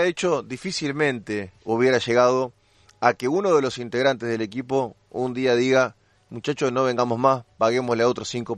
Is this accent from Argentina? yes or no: yes; Argentina